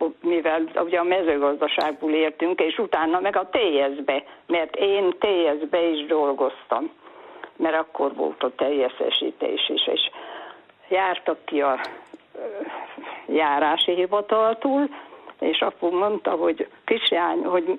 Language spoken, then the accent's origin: Hungarian; Szabolcs-Szatmár-Bereg, Hungary